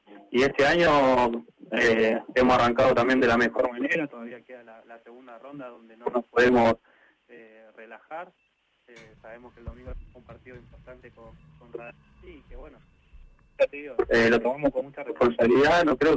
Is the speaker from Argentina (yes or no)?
yes; Quilmes, Buenos Aires Province, Argentina; Yo de Buenos Aires, de Quilmes.